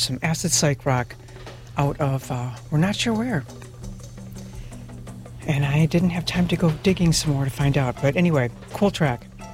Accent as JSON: {"language": "English", "region": "Michigan", "country": "United States", "said": "they're from Olivet, Michigan, which is cool because I'm from Michigan."}